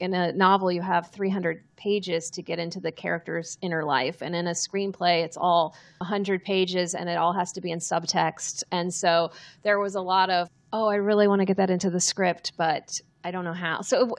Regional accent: Texas, United States; I'm from Texas.

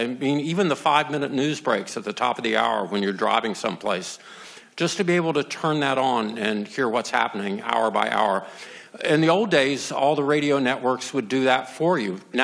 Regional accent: Georgia, United States; I grew up in Georgia, and I worked for the Atlanta Journal and Constitution magazine when I was a kid

